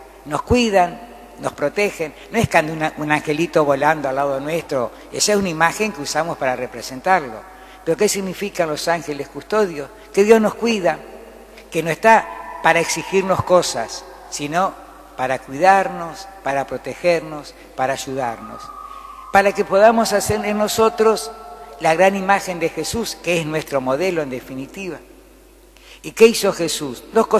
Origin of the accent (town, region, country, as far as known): Argentina